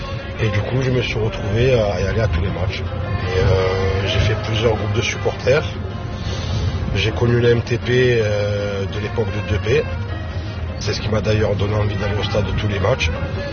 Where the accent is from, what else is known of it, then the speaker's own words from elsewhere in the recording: Marseille, Provence-Alpes-Côte d'Azur, France; Étant jeune et en venant de Marseille, bien évidemment, et de Marseille, on est supporter de l'OM.